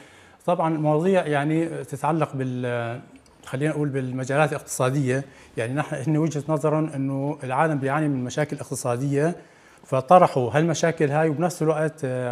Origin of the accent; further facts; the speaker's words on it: Syria; نحن بجزء سوري